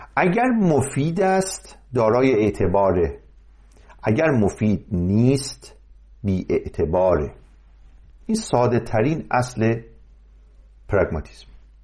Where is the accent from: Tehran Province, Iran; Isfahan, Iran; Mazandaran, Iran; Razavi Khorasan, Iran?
Mazandaran, Iran; من چون مازندرانی هستم از اونجا شروع میکنم.